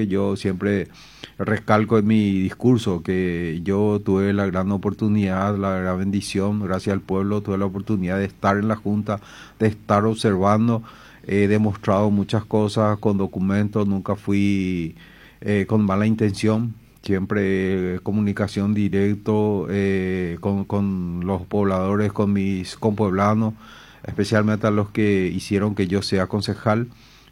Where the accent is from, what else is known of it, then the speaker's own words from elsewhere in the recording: Unión, San Luis, Argentina; voy a hacer que el pueblo, mi pueblo de Unión, con toda su gente, pueda tener una vida digna